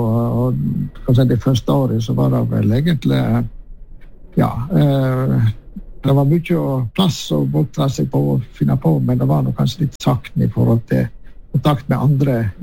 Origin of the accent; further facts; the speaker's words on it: Kinsedal, Vestland, Norway; jeg vokste opp i Kinsedal, en liten grend på Sørsia, ja. Så lustringen kanskje ikke alle kjenner, men det var jo der jeg hadde min første år, ja.